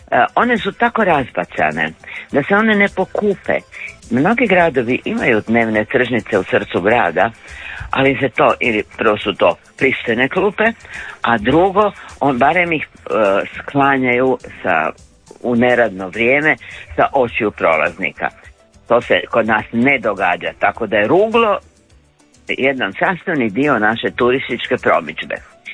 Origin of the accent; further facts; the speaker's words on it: Zagreb, City of Zagreb, Croatia; born there; ja kao rođena Zagrepčanka sa 78 godina